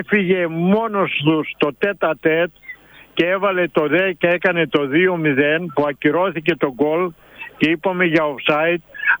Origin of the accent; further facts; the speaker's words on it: Karditsa, Thessaly, Greece; Που στο χωριό μου στην Καρδίτα.